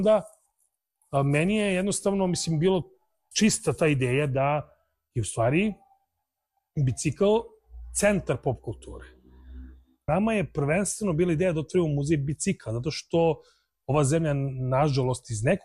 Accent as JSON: {"language": "Serbian", "country": "Serbia", "said": "mi smo svašta prošli kao narod, ne samo mislim mi kao Srbi, nego bukvalno cijela stara Jugoslavija je mislim, prošla sve i svašta."}